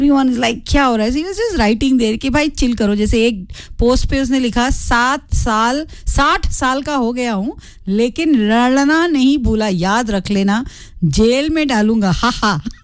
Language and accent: Hindi; Mumbai, Maharashtra, India; मैं खुद मुंबई से हूँ, फिर मैंने एक को बोला कि भाई देख मैं भी मुंबई से हूँ